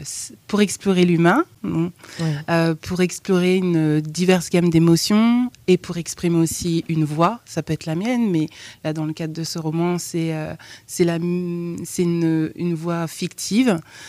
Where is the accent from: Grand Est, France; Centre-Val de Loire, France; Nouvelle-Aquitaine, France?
Centre-Val de Loire, France; Bourges; born there; also born or lived in Kinshasa, Congo / Tours; Et j'ai grandi à Tours, j'ai fait toute ma scolarité à Bourges, dans le Cher. Ensuite, je suis venue à Tours, donc je connais très bien la ville de Tours. J'y ai vécu 10 années